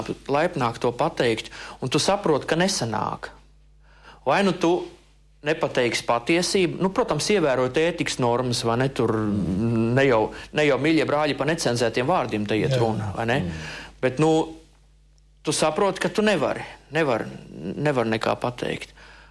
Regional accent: Ainaži, Vidzeme, Latvia; Ainežos, es esmu no Ainežiem.

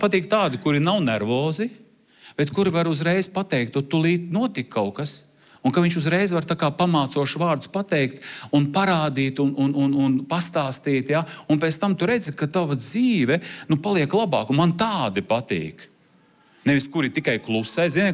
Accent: Armenia; Es esmu tur gruzīns, esmu tur armēnis. Mums armēņiem šī tāda karsta asinis.

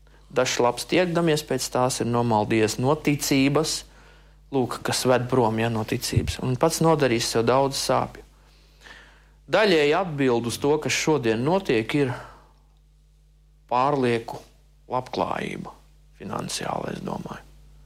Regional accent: Ainaži, Limbaži Municipality, Latvia; Ainežos, es esmu no Ainežiem.

